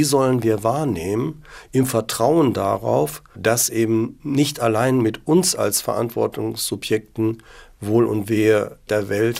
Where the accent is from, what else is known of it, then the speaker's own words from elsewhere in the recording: Germany; moved away as an adult; now in Vienna, Austria; ich stamme aus Deutschland, man hört das ja auch an meiner Aussprache.